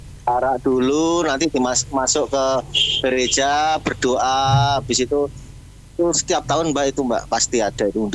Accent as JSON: {"language": "Indonesian", "town": "Surakarta", "region": "Central Java", "country": "Indonesia", "said": "makanya saya orang Solo, saya itu kalau ke barat dikira orang Solo."}